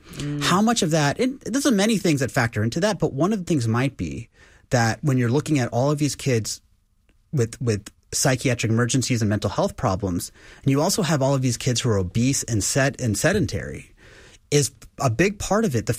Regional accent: Houston, Texas, United States; Very first thing I'll say is I was born here in Houston. I'm a swamp baby. I was born at the hospital I work at, Memorial Hermann, wow. TMC. So it's my hometown

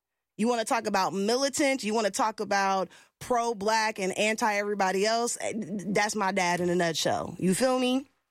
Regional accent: Houston, Texas, United States; I am a first-generation Afro-Caribbean American, born and raised in Houston, Texas, to Caribbean parents. My father is from Trinidad. My mother is from Dominica.

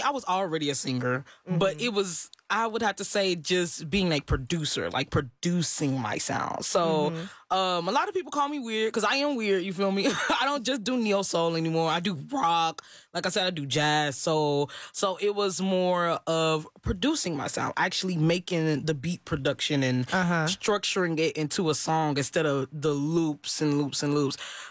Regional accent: Texas City, Texas, United States; growing up in Texas City was pretty cool

